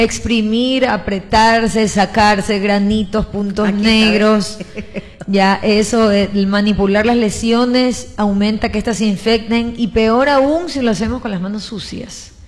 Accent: Manabí, Ecuador; hablando de nuestra alimentación como ecuatorianos como tal, ¿no? Nosotros, el problema nuestro, sobre todo los manabitas, tenemos demasiado consumo de carbohidratos.

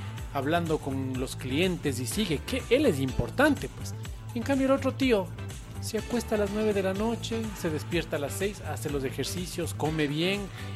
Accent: Quito, Pichincha, Ecuador; Así es como somos los quiteños, sí, señor.

